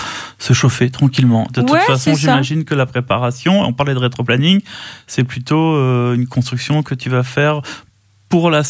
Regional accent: Carantec, Brittany, France; also born or lived in Morlaix; je suis de Carantec, je suis né à Carantec.

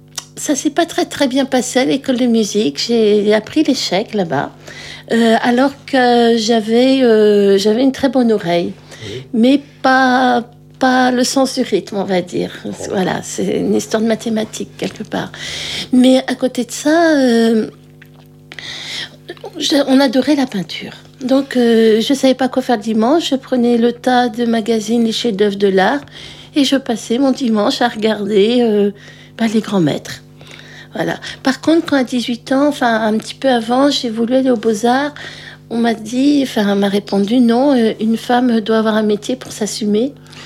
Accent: Brest, Brittany, France; also born or lived in Hennebont; En fait, j'ai grandi à Brest.

